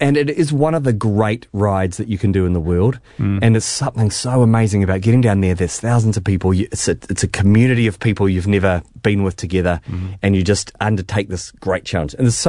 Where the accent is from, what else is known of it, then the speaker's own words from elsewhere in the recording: Palmerston North, Manawatū-Whanganui, New Zealand; because we're all from Palmerston North, basically.